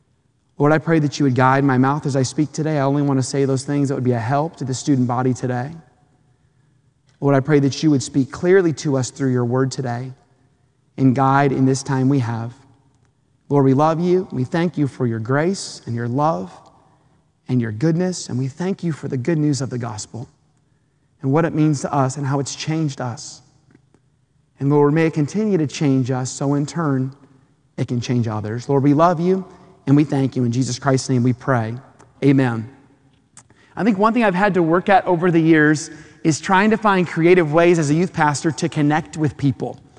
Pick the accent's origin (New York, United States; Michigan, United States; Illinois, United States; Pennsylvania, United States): Illinois, United States; Chicago; born there; now in California, United States; I'm originally from Chicago, so I keep my roots from Chicago. When you're born somewhere and you're diehard with your state, you love the stuff there.